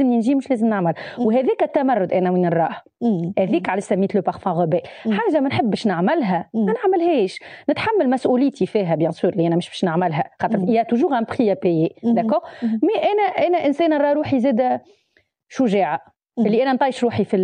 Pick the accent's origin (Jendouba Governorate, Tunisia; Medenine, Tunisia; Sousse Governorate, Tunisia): Sousse Governorate, Tunisia; Sousse; moved away as an adult; also born or lived in Sbeitla, Kasserine / Tunis; وانا من سوسه على باز معناها انا اصلي الاصيل من سبيتلا من القصرين اما معناها عايشه وقريت وكل شيء في سوسه